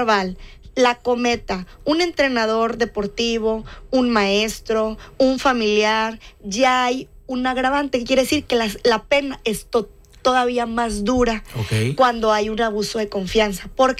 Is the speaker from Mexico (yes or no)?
yes; Nuevo León, Mexico; como muchas mujeres que hay aquí en nuestro estado